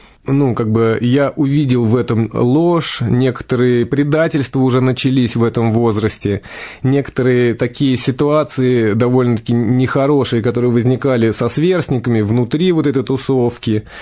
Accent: Moscow, Russia; Да, мы москвичи

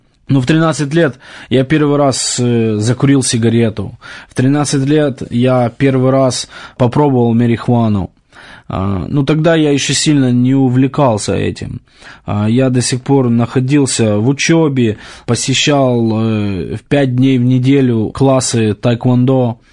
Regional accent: Ukraine; now in Philadelphia, United States; я из Украины, уже 19 лет живу в Соединенных Штатах Америки, и мы с семьей эмигрировали в 1989 году.

